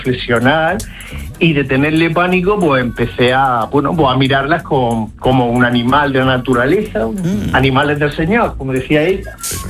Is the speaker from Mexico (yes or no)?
no; Murcia, Region of Murcia, Spain; Yo soy de Murcia, y los de Murcia nos vamos a veranear o a la playa, a pasar calor como perros, o nos vamos a la montaña que por la noche se está fresquillo.